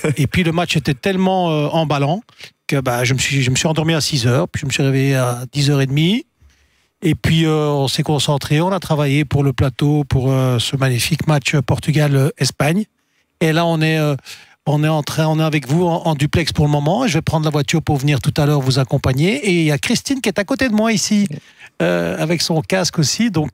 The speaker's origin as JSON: {"language": "French", "country": "Belgium", "said": "On est belge d'origine africaine, on vit la nuit."}